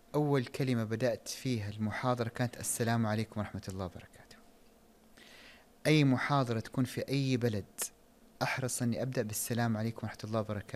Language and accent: Arabic; Jeddah, Makkah Province, Saudi Arabia; born there; moved away as an adult; also born or lived in Taif, Saudi Arabia / Japan; طبعا كانت الولادة في الطائف، دراستي الابتدائية كانت في مدرسة الجاحظة الابتدائية.